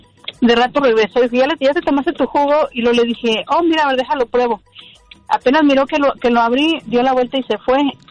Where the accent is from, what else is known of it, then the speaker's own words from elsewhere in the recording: Aguascalientes, Mexico; Ay, mira, yo soy de Aguascalientes.